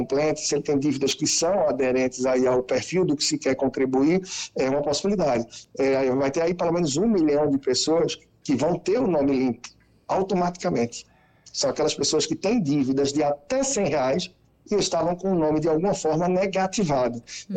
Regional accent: Brazil; nós, como brasileiros

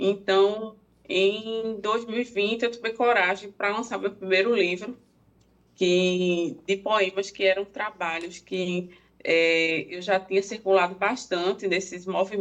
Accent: Brazil; born there; now in Timbaúba, Brazil; Eu nasci em Cambé e moro aqui em Timbaúba.

